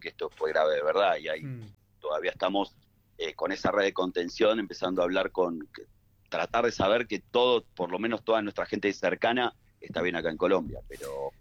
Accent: Buenos Aires, Argentina; yo me acuerdo lo único parecido que vivimos en Buenos Aires, yo soy de Buenos Aires

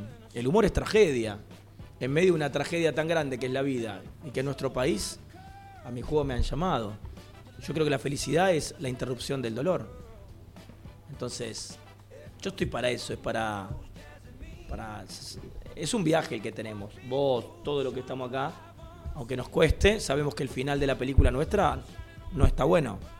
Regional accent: Lomas de Zamora, Buenos Aires Province, Argentina; hay ciertas ciudades que me hacen acordar a mi Lomas de Zamora.

